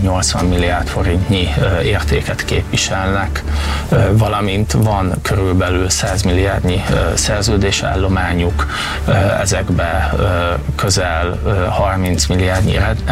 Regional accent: Hungary; born there; Én ebbe az országba születtem, itt éltem, itt van a családom

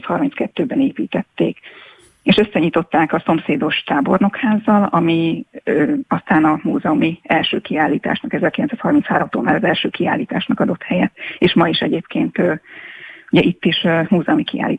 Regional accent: Hungary; Szakovas megyei vagyok

